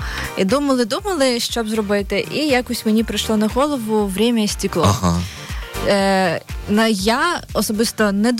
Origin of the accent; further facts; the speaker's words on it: Odesa, Odesa Oblast, Ukraine; Бо я сама одеситка